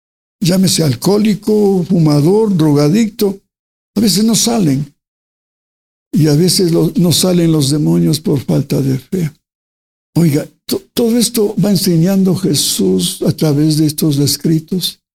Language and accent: Spanish; Ecuador; also born or lived in Colombia; soy extranjero, soy ecuatoriano